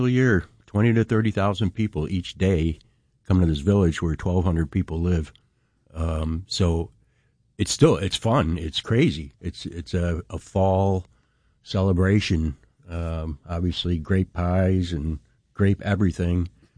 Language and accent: English; Naples, New York, United States; I grew up in Naples.